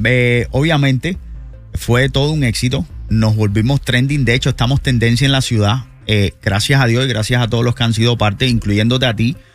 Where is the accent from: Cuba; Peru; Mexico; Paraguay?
Cuba; now in Miami, United States; dado a que yo soy uno de los pocos, diría yo, quizás el único cubano comunicador cubano, urbano, ¿ok?